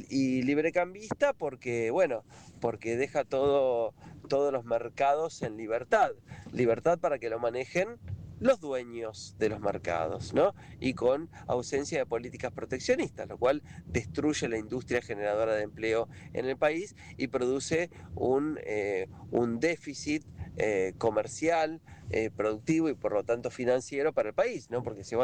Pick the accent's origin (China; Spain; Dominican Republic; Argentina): Argentina; Nosotros, el resto, el pueblo, no somos los argentinos de bien.